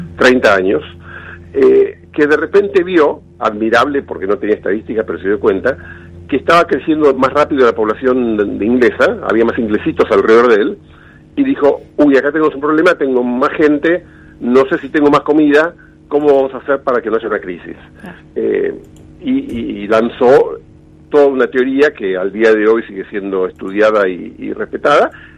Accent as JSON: {"language": "Spanish", "country": "Argentina", "said": "Hoy somos en Argentina, unos 47 millones."}